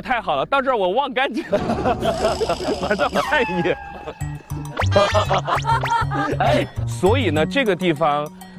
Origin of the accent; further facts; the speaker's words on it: Sichuan, China; 我作为四川人